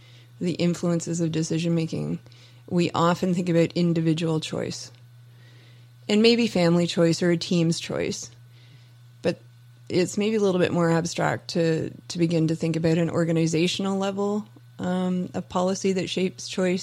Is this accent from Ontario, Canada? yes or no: no; Fredericton, New Brunswick, Canada; my hometown of Fredericton